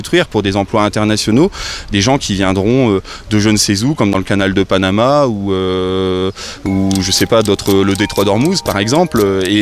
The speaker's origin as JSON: {"language": "French", "town": "Oisy-le-Verger", "region": "Hauts-de-France", "country": "France", "tie": "born or raised there", "also_born_or_lived": "Douai", "said": "Moi, je suis né à Douai, mais j'ai fait de 6 ans à 22 ans à Oisil-Verger, j'ai habité ici, donc je connais bien, c'est ma coin, comme on dit."}